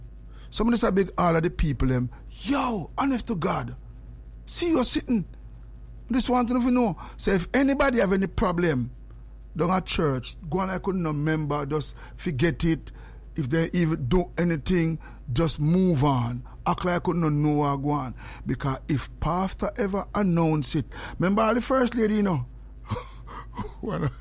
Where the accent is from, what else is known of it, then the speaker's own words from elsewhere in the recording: Trelawny, Jamaica; Yo! Me nah, I'm from Trelawney.